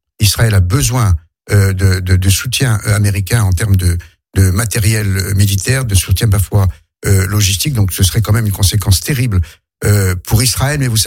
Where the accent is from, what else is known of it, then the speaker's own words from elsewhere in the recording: Algeria; now in France; mon enfance en Algérie